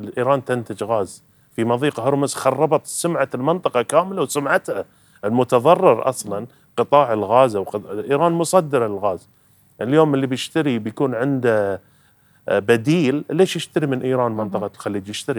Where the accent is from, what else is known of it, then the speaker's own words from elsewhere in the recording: Qatar; عندنا في قطر.